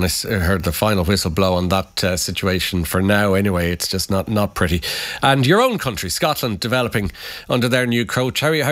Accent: Ireland; let's talk a little bit about Ireland. You mentioned my home country there.

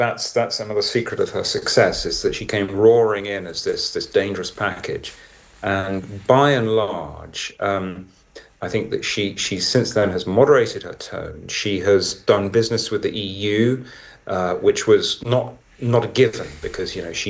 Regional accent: United Kingdom; now in Italy; as a British correspondent here in Italy

